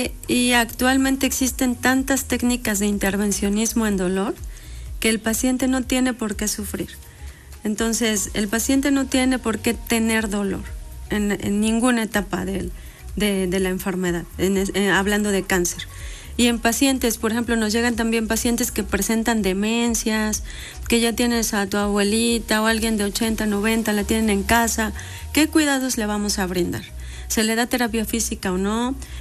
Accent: Puebla, Mexico; hace 10, 15 años también que llegamos a la ciudad de Puebla, nosotros somos poblanos

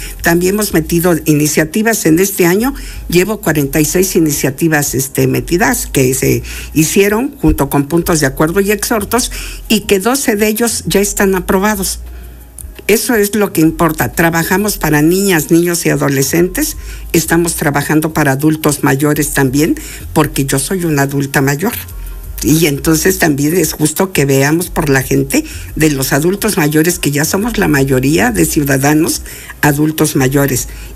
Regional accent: San Diego Acapulco, Puebla, Mexico; yo que emano de y soy de la Junta Auxiliar de San Diego Acapulco, pues esa parte es arenosa

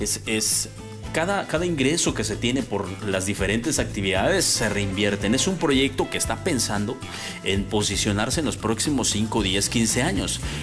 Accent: Puebla, Mexico; no solamente como poblanos, ¿no?, sino somos orgullosamente el municipio de Ecatepec

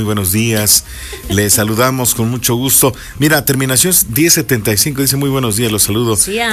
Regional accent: Mexico; Pues somos muy, muy mexicanos, estamos muy orgullosos de serlo, por supuesto.

